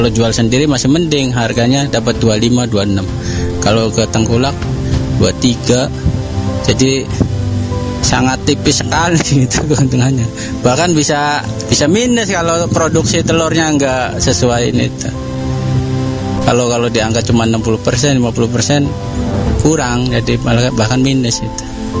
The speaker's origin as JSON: {"language": "Indonesian", "town": "Haurgeulis", "region": "West Java", "country": "Indonesia", "said": "Saya dari Babakan Maja, Mekarjati, Desa Mekarjati, Kecamatan Haurgelis."}